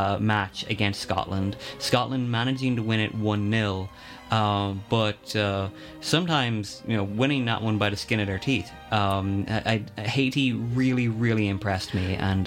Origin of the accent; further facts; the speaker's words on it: Ireland; now in United States; now I'm literally Irish American